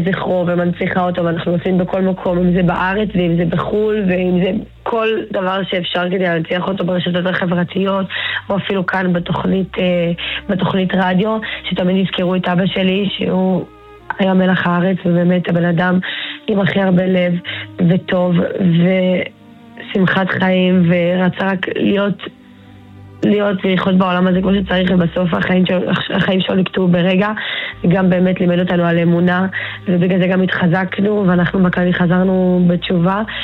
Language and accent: Hebrew; Northern District, Israel; אבא שלי היה חבר קיבוץ בית קשת, אז ככה אנחנו מהצפון כולנו, אנחנו עדיין גרים באחוזת ברק, וגם אבא שלי גר באחוזת ברק איתנו.